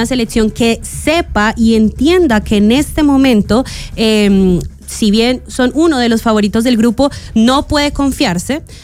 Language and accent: Spanish; Medellín, Antioquia, Colombia; yo soy de Medellín. Ya, yo soy paisa, soy de paisa. La zona antioqueña.